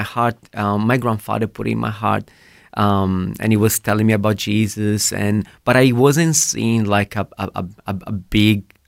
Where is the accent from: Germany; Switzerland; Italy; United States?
Italy; Verona, Veneto; also born or lived in South Italy; Yeah, so I was born in South Italy in 1988. In a beautiful Christian household.